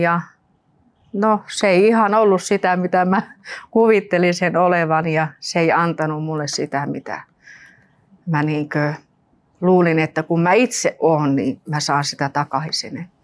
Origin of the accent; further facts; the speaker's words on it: Rovaniemi, Lapland, Finland; also born or lived in Nurmes; now in Espoo, Finland; Mä oon tuolta Rovaniemeltä kotoisin. Ja sitten me ollaan Nurmiksesta muutettu tänne Espoon puolelle.